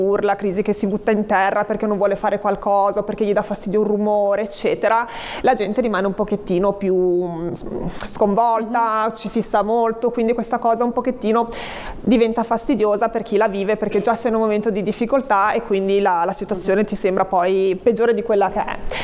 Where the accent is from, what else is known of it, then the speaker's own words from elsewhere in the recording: Genoa, Liguria, Italy; perché noi siamo di San Pier d'Arena, dovremmo andare a Molassana